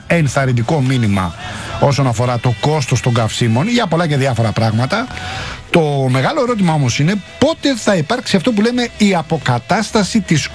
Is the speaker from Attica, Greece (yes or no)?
yes; Rafina, Attica, Greece; καλημέρα στην πατρίδα μου στη Ραφίνα.